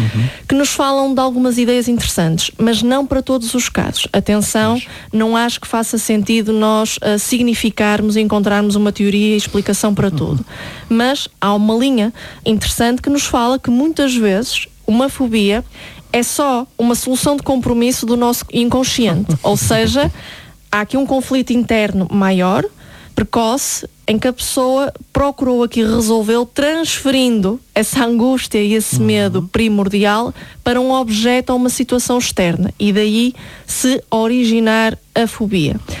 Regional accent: Norte, Portugal; que nós somos aqui do Norte, na Boa Vista

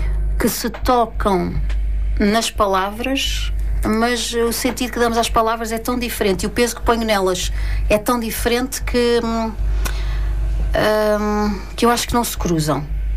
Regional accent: Queluz, Lisbon, Portugal; moved away as an adult; now in Mafra, Portugal; Eu cresci no Monte Abrão, portanto, num sítio dormitório, onde durante o dia as pessoas iam para Lisboa ou para as cidades trabalhar e, portanto, dormiam.

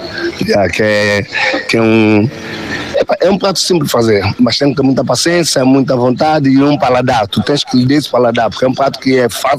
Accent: São Tomé & Príncipe; now in Crato, Portugal; Lá em Santo Tomé usamos um português que é leve.

